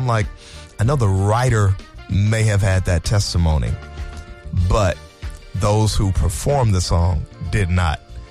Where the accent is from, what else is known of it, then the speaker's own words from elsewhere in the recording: Saginaw, Michigan, United States; born there; I said, "No, I wasn't. I was born in Saginaw General Hospital."